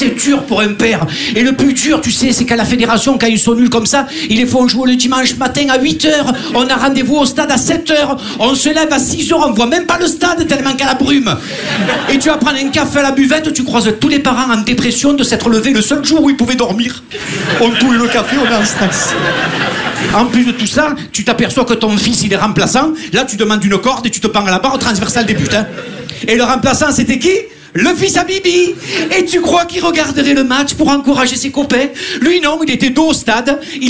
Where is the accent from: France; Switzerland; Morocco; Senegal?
France; Marseille, Provence-Alpes-Côte d'Azur; accent: Marseille; Bon, alors moi, je viens de Marseille